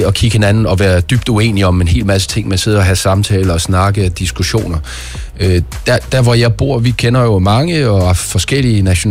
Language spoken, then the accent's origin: Danish; Central Denmark Region, Denmark; now in France; Og det nu er jeg jo fra Midtjylland, så jeg kender hele Danmark.